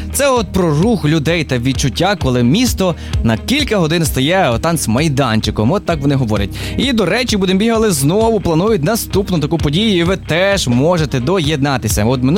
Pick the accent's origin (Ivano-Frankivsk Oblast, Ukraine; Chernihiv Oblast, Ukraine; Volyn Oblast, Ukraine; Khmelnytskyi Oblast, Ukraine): Ivano-Frankivsk Oblast, Ukraine; Ivano-Frankivsk; як у нашому рідному містечку Івано-Франківськ